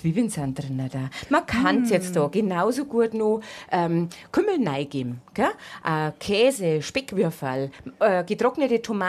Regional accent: Bavaria, Germany; Apfel muss bei uns in Bayern doch immer dazu gehen.

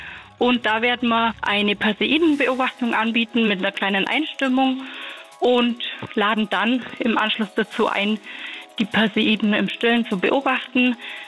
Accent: Bavaria, Germany; Und ganz wichtig, eine Kira-Biere, wie man bei uns im Allgäu sagt, also eine Stirnlampe.

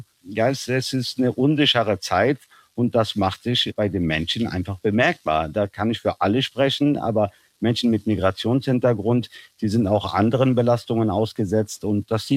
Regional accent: Germany; ich lebe in Deutschland, ich bin Deutscher und ich bin hier zu Hause.

